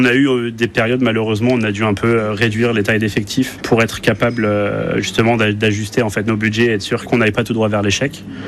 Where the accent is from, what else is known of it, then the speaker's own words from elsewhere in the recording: Brest, Brittany, France; moved away; J'ai grandi à Brest.